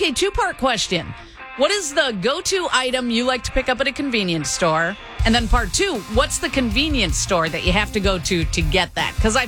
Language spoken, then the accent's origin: English; Minnesota, United States; I was born and raised in Minnesota, so if I was in Minnesota right now, I would go to the Quick Trip.